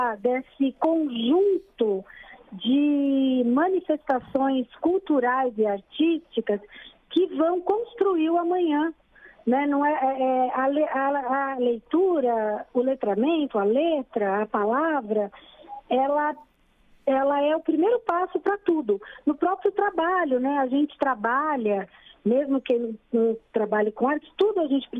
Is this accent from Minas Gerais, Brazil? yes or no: no; São Paulo, Brazil; eu sou de São Paulo